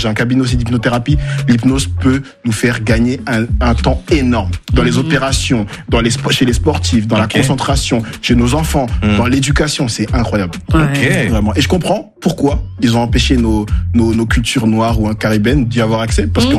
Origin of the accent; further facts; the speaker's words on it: Garges-lès-Gonesse, Île-de-France, France; also born or lived in Côte d'Ivoire; moi, j'ai grandi à Garges-lès-Gonesse.